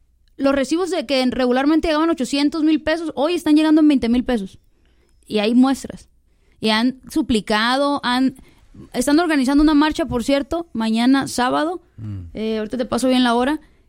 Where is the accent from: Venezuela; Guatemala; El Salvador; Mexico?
Mexico; Culiacán, Sinaloa; born there; Yo recorro, sí, yo nací en Culiacán.